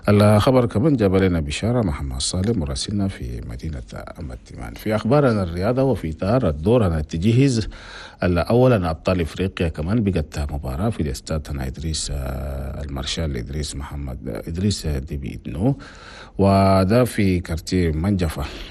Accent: Chad; أنا راديو تشاد نفس الساعة في كل الأقاليم أنا بلدنا تشاد

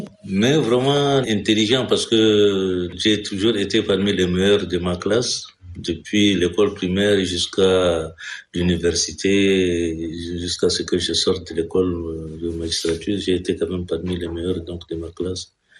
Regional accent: Bongor, Mayo-Kebbi East, Chad; j'ai fait toute mon enfance à Bongo. J'ai pratiquement grandi donc à Bongo. J'ai fait donc mon parcours scolaire également donc à Bongo.

